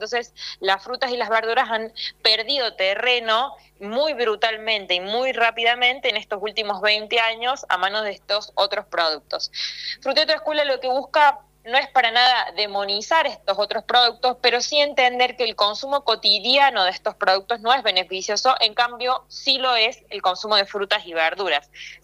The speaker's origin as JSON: {"language": "Spanish", "country": "Argentina"}